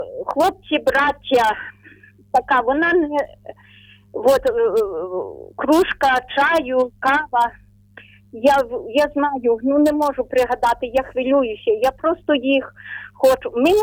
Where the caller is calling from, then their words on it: Ternopil Oblast, Ukraine; Ми з України, Тернопільщина